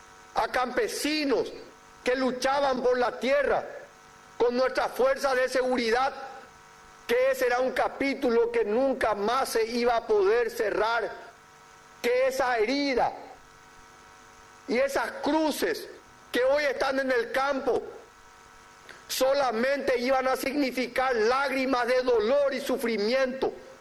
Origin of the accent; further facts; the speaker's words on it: Paraguay; Si hay algo de lo que me siento orgulloso como paraguayo, como un joven que ama a esta patria